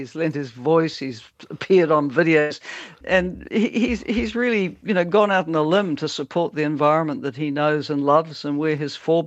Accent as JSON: {"language": "English", "country": "New Zealand", "said": "For me, as a New Zealander"}